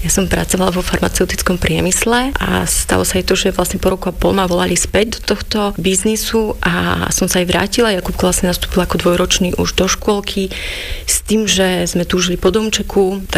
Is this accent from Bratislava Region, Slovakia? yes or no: no; Hontianske Nemce, Banská Bystrica Region, Slovakia; Hontianske Nemce, to je taká menšia dedinka, nejaký 25-26 kilometrov od Banskej Štiavnice.